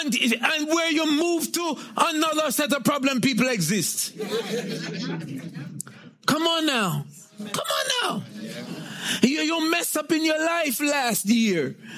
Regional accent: Jamaica; I'm Jamaican.

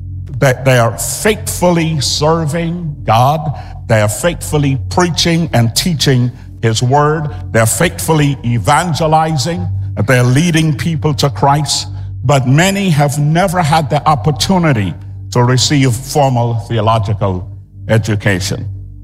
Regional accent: Guyana; now in Florida, United States; I bring you greetings from my home country of Guyana

